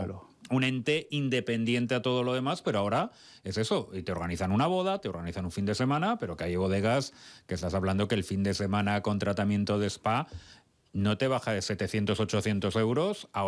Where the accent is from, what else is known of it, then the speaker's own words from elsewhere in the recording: Valladolid, Castile and León, Spain; soy de Valladolid, Ribera del Duero